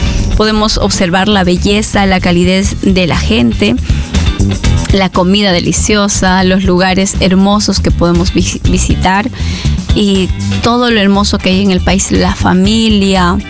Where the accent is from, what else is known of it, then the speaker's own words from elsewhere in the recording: Peru; born there; por haberme permitido nacer en este lugar, el Perú. Y es que no solamente en el lugar donde he nacido, que es Huancayo, Pampas